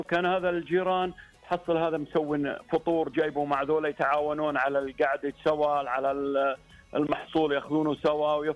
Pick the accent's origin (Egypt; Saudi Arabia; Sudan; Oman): Saudi Arabia; عندنا في المملكة العربية السعودية.